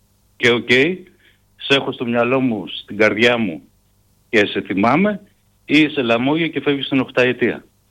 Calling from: Germany; από Γερμανία μαζί με τον Δημήτρη.

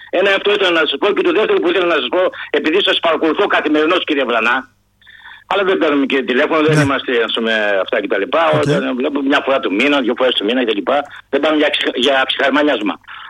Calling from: Larissa, Thessaly, Greece; είμαι τηλεφωνώ από Λάρισα.

